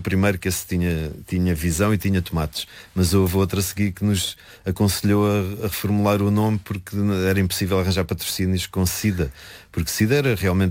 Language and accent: Portuguese; Sacavém, Lisbon, Portugal; also born or lived in Bucelas; eu nasci em Sacavém. Eu nasci em Bucelas, Conselho de Loures, e fui muito pequeno, tipo 3 anos, okay, para Sacavém.